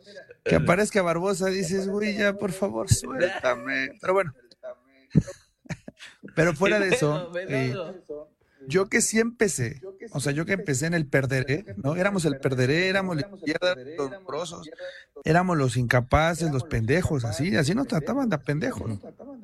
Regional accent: State of Mexico, Mexico; Yo soy del Estado de México.

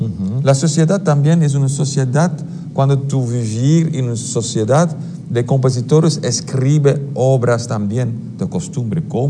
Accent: Belgium; Spanish is a second language; now in Acapulco, Mexico; Yo regreso un poco a mi país natal, Bélgica, pero rápido regreso aquí en Acapulco porque Acapulco es mejor

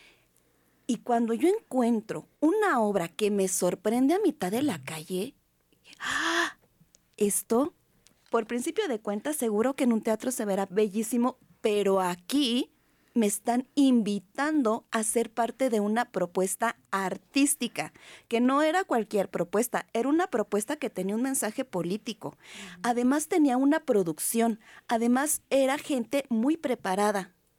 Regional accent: Río Grande, Zacatecas, Mexico; now in Zacatecas, Mexico; Al vivir toda mi niñez en Río Grande

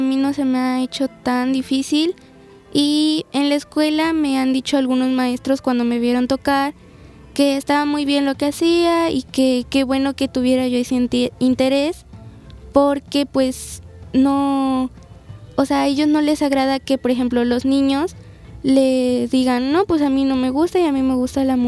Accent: Veracruz, Mexico; la imagen de nuestro estado, ¿no? De Veracruz.

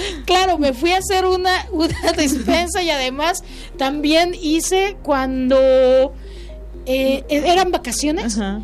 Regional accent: Tabasco, Mexico; ¿cómo somos los tabasqueños? Somos irreverentes, somos alegres

